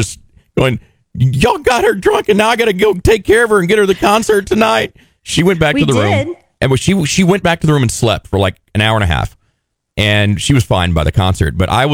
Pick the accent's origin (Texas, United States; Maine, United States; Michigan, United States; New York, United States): Texas, United States; It's people from Texas don't get how close everything is up there.